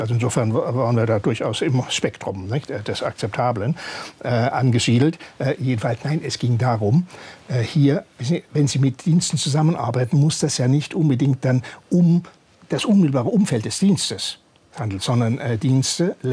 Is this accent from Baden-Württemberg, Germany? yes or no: yes; Baden-Württemberg, Germany; Ich komme aus Südbaden und da ist alles sehr badisch und sehr lieb und behäbig.